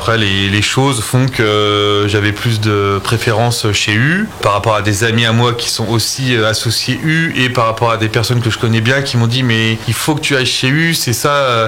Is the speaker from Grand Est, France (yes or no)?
yes; Reims, Grand Est, France; Je suis natif de Reims.